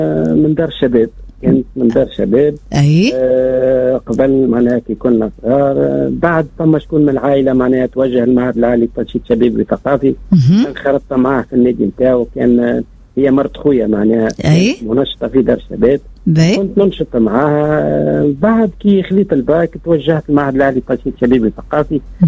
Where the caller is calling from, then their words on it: Sfax, Sfax Governorate, Tunisia; اللي عندنا في صفاقس